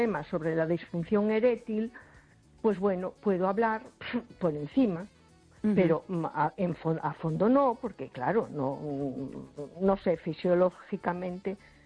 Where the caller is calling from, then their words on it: A Coruña, Galicia, Spain; de Coruña.